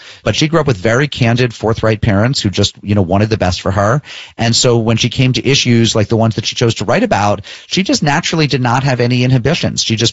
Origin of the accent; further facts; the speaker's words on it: Springfield, Massachusetts, United States; I think they were all by my bedside table growing up in Springfield, Massachusetts.